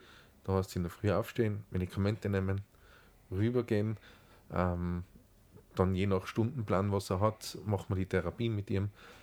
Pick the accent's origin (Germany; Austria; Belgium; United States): Austria; Tyrol; Wir sind aus Tirol.